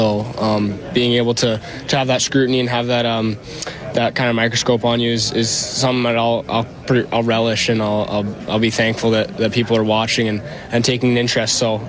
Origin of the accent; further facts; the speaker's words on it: Vancouver, British Columbia, Canada; it's my hometown growing up